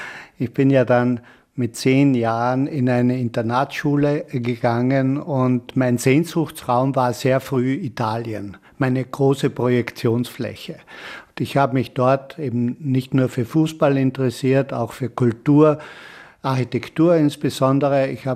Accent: Kötschach-Mauthen, Carinthia, Austria; Also ich habe mir immer Flachdächer gewünscht, die in der Gegend, wo ich aufgewachsen bin, nicht funktioniert haben. Roland Reiner hat dort eine Kirche geplant, in Kötschach-Mauten, eine evangelische Kirche.

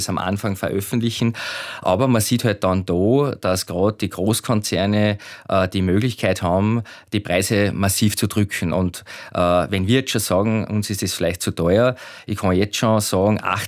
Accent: Schladming, Styria, Austria; Da gehören 15 große Marken dazu, wie Gösser oder wo ich herkomme, Schlappminger Bier und viele bekannte Marken.

